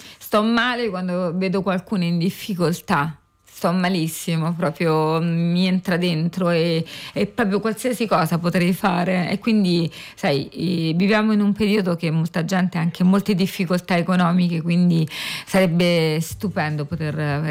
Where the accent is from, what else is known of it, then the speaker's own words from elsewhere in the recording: Rome, Lazio, Italy; Ma quale periferia? Noi siamo di Roma Nord.